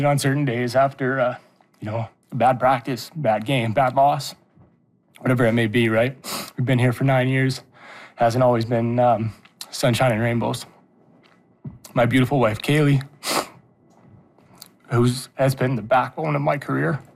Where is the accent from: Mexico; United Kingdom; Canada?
Canada; Saskatchewan; born there; this is our home, right? We're from Saskatchewan. This is where we're born. This is where we live.